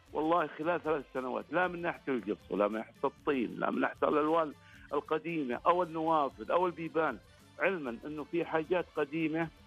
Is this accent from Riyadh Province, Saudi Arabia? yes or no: no; Ha'il Province, Saudi Arabia; فالتراث العمراني والترميم هذا مهم عندنا منطقة حائل